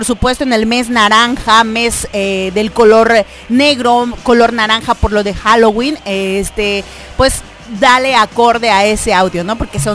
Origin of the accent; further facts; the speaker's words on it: Tuxtla Gutiérrez, Chiapas, Mexico; Aquí como mexicano, como tuxleco, como chiapaneco